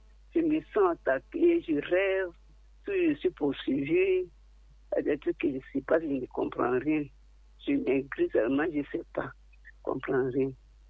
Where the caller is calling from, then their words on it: Abidjan, Côte d’Ivoire; Je suis à Yopougon.